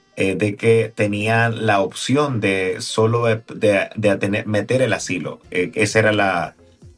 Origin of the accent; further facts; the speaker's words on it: Nicaragua; hablo como nicaragüense